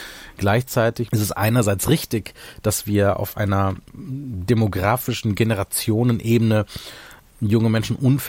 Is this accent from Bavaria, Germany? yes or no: no; Wuppertal, North Rhine-Westphalia, Germany; also born or lived in Sri Lanka; Ich bin Mitte der 80er in Sri Lanka geboren und bin mit meinen Eltern als Kriegsflüchtling nach Deutschland gekommen und bin in Wuppertal aufgewachsen.